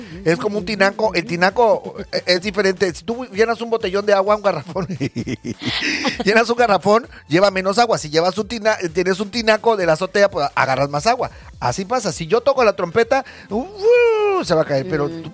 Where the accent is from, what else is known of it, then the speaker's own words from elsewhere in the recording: Mexico; muchos mexicanos sabemos que no sabemos hablar inglés